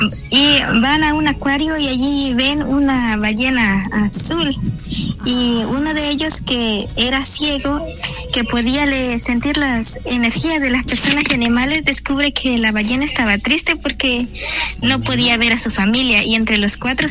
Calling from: Sonsonate, El Salvador; de Sonsonate.

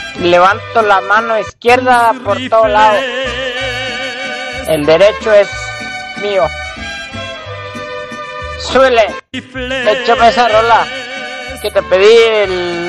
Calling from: Guatemala; yo soy de Guate.

